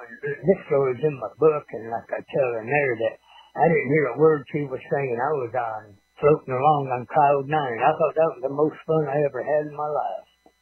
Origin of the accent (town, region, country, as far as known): Owosso, Michigan, United States; born or raised there